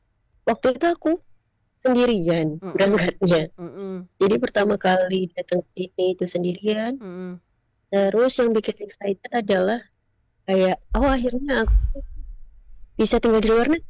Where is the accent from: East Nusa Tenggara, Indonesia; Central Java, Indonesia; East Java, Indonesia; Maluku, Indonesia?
Central Java, Indonesia; Semarang; moved away as an adult; now in Australia; Aku aslinya dari Semarang.